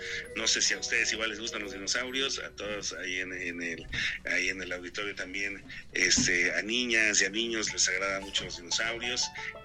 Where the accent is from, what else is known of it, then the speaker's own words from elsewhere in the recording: Tlaxcala, Mexico; nosotros somos de Tlaxcala, México. Somos de Tlaxcala, desde Tlaxcalita la Bella.